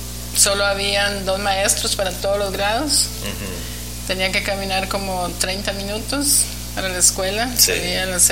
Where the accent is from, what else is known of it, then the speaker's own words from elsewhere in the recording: San José, Costa Rica; yo nací en San José, Costa Rica. Uh-huh. Y somos 7 hermanos. Yo soy la número 3 y crecí en un ambiente campesino.